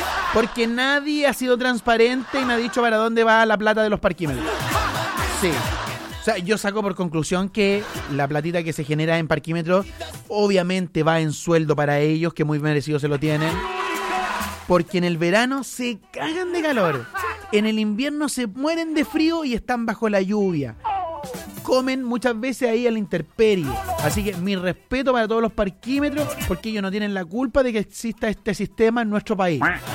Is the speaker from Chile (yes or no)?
yes; Chile; Yo soy un chileno más en un país desigual.